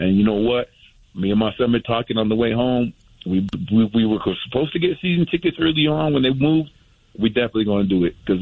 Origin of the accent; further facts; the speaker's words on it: Oakland, California, United States; I'm an OG from Oakland, the Oakland days, the Coliseum.